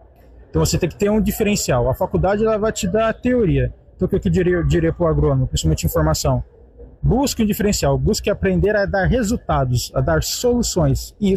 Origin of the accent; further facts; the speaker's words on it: São Paulo, Brazil; moved away as an adult; now in Rio Grande do Sul, Brazil; quando eu vim pra cá, as pessoas percebiam de longe meu sotaque. Pô, de onde você é? Ah, sou de São Paulo.